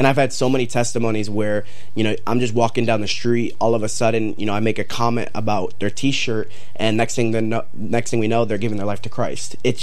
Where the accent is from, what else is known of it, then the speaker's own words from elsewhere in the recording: Waterbury, Connecticut, United States; growing up in Connecticut, in Waterbury, Connecticut, it's very similar to Citi Field.